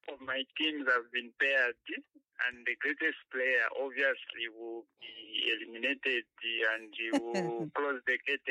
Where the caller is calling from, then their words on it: Liverpool, North West England, United Kingdom; from Anfield.